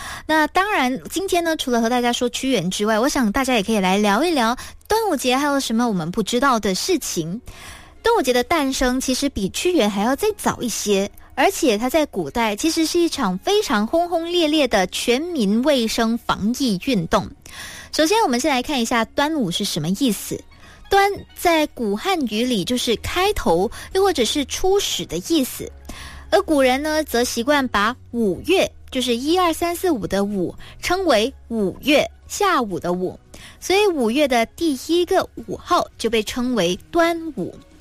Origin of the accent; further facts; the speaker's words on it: Kedah, Malaysia; 那我是吉打人